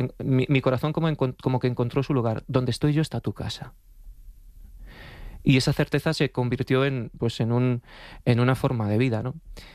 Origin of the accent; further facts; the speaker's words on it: Alcalá de Henares, Community of Madrid, Spain; also born or lived in Sevilla; Yo soy de Alcalá de Henares, nací, ¿sí?, en Alcalá de Henares, ¿no?